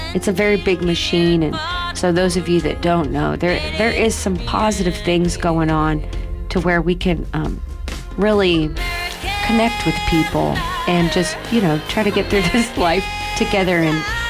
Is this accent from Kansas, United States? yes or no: yes; Wichita, Kansas, United States; moved away as an adult; I'm originally from Wichita. And I moved away, as young as I could.